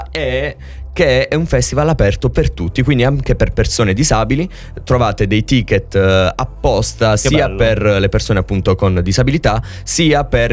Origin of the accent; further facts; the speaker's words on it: Noci, Apulia, Italy; perché io sono di Noci, certo, quindi provincia di Bari